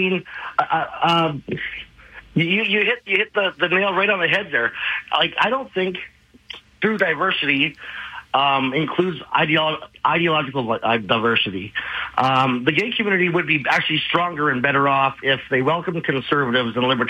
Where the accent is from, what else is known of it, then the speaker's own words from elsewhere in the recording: Canada; That's really the pretext of my writing and how I feel as a gay man growing up in Canada.